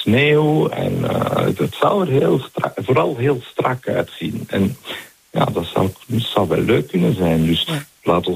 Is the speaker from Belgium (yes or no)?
yes; Belgium; als Belgen